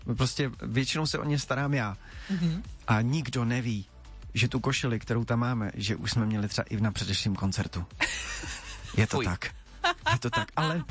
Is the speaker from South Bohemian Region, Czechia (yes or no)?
yes; České Budějovice, South Bohemian Region, Czechia; Jsem z Českých Budějovic, tam se to jmenovalo tenkrát Faktor.